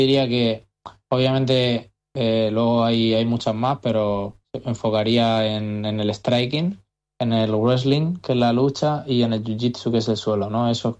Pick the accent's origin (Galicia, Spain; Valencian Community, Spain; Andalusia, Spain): Valencian Community, Spain; Alicante; ellos son argentinos y yo soy de aquí, de Alicante, y les mando un abrazo